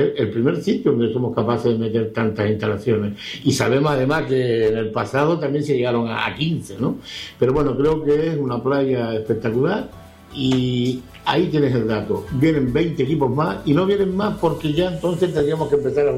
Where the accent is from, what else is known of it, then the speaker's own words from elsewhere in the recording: Canary Islands, Spain; vengo de un sitio de playa, vengo de Canarias